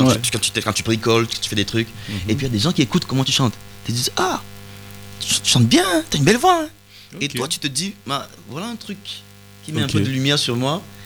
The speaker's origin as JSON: {"language": "French", "country": "Cameroon", "moved": "yes", "lives_now": "France", "said": "Je viens du Cameroun, frère. Je viens du Cameroun et je suis ici en France depuis quelques années, une dizaine d'années."}